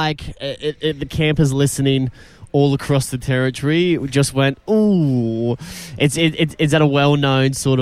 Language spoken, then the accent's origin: English; South Australia, Australia; moved away; I'm from South Australia too. The best wine in the world.